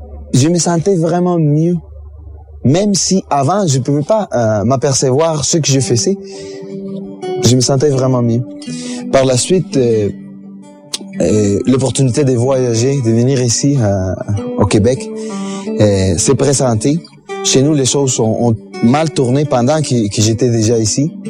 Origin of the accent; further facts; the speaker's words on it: Venezuela; Je suis né au Venezuela. Je suis le dernier des 13 enfants. Et j'ai grandi pendant mon enfance, puis mon adolescence, c'était très joyeux